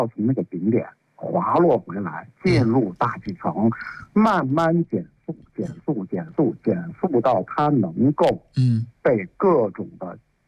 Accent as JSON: {"language": "Chinese", "country": "China"}